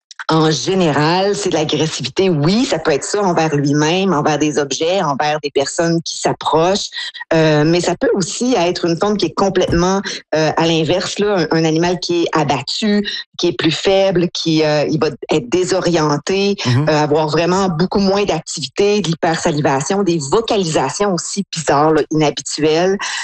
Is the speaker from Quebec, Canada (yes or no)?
yes; Quebec, Canada; En tout cas, moi, dans ma jeunesse, au Lac-Saint-Jean, c'était comme ça.